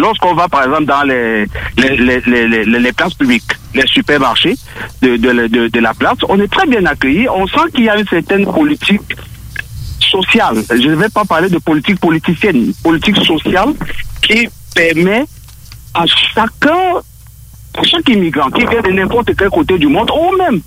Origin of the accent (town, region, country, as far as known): Cameroon; now in Lévis, Canada